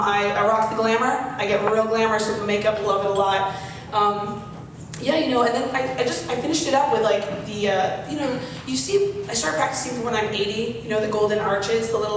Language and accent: English; Arizona, United States; I was raised in Arizona, and it was just like I never dealt with allergies there.